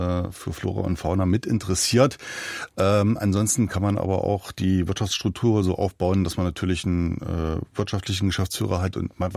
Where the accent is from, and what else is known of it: Leinefelde, Thuringia, Germany; born or raised there